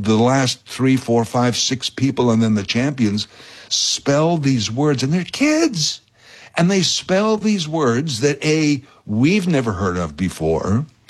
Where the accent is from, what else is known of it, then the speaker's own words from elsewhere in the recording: Canada; I mean, it's just it's a great part of being a Canadian is having two seasons, hockey season and the off season.